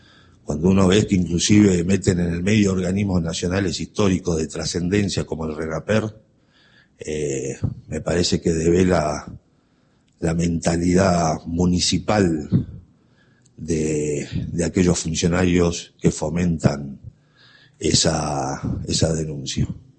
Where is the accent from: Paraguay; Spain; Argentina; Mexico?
Argentina; Tucumán; nosotros ya como tucumanos